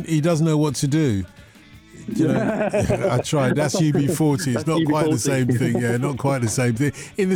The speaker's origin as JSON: {"language": "English", "town": "Wimbledon", "region": "London", "country": "United Kingdom", "tie": "born or raised there", "said": "Yeah, I grew up in Wimbledon, South Wimbledon. I remember it very well. I went to Garfield School as my junior school."}